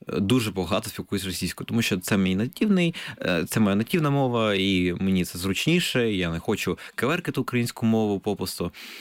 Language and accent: Ukrainian; Sevastopol, Crimea, Ukraine; Ukrainian is a second language; also born or lived in Zaporizhzhia; now in Kyiv, Ukraine; Це моя батьківщина, Севастополь. Навіть не вважаю на те, що, не дивлячись на те, що я народився в Запоріжжі